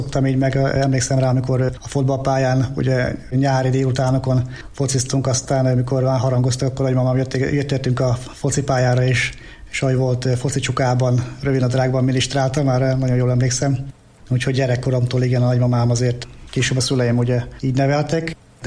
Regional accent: Slovakia; now in Hungary; én felvidéki születésű vagyok

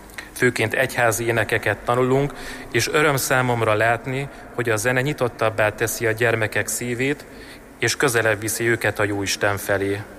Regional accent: Sajópetri, Borsod-Abaúj-Zemplén, Hungary; és gyermekkorom óta Sajó Petriben élek. Családom több mint 200 éve kötődik ehhez a településhez, őseim is itt élő római katolikus emberek voltak.

